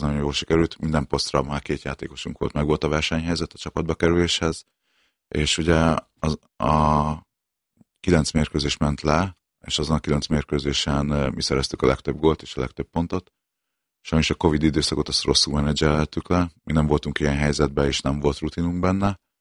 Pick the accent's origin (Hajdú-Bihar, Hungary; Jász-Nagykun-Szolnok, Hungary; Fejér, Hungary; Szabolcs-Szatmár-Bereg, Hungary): Szabolcs-Szatmár-Bereg, Hungary; Nyíregyháza; ugye nyíregyháziként Nyíregyháza nekem óriási dolog volt